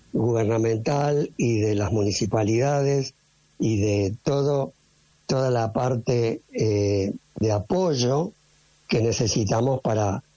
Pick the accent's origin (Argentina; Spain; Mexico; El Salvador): Argentina; quiénes somos los argentinos.